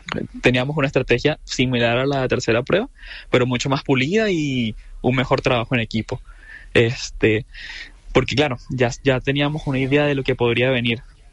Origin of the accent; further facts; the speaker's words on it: Venezuela; now in Chile; yo soy venezolano